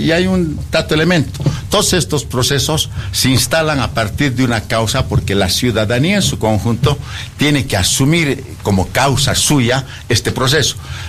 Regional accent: Bolivia

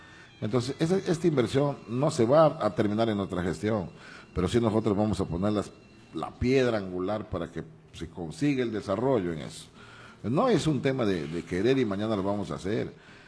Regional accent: Loreto, Peru

